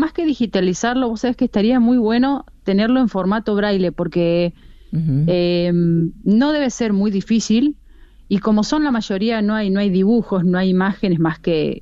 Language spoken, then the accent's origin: Spanish; La Pampa, Argentina; also born or lived in Río Cuarto, Córdoba, Argentina; yo te digo como pampeana, porque yo nací en Río Cuarto, pero al mes de vida me vine a vivir a La Pampa, o sea que soy más pampeana que otra cosa.